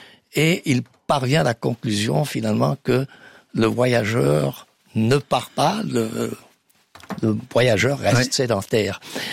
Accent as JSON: {"language": "French", "country": "Switzerland", "said": "chez nous en Suisse"}